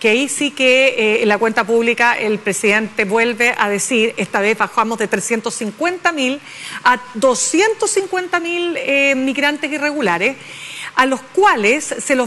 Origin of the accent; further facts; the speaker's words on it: Venezuela; Pero ¿a dónde me voy si soy venezolano? Es que yo todavía no lo entiendo.